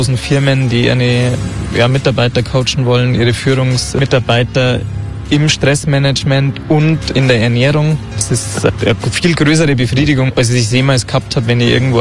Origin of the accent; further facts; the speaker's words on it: Bad Tölz, Bavaria, Germany; Ist natürlich auch bei uns in Bad Tölz historisch wahrscheinlich auch bedingt.